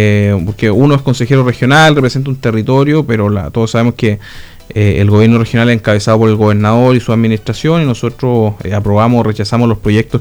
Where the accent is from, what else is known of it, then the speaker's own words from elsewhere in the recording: Chile; como chileno, ese sentido único de pertenencia a un territorio, a la nación